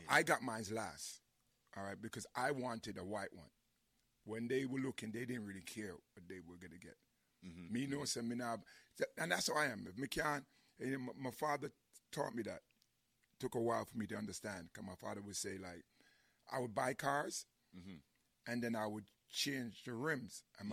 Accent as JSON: {"language": "English", "town": "New York City", "region": "New York", "country": "United States", "said": "Because we are from the Bronx."}